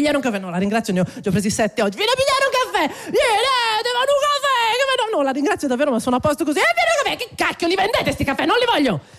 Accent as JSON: {"language": "Italian", "town": "Sondrio", "region": "Lombardy", "country": "Italy", "said": "Il fatto è che io sono di su. Sono di tanto su. Se sono di su, io sono di Sondrio. Tu lo sai dove è Sondrio?"}